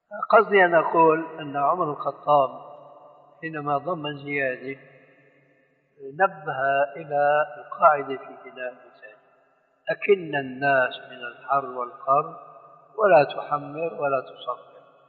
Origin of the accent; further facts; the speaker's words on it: Syria; عندنا في سوريا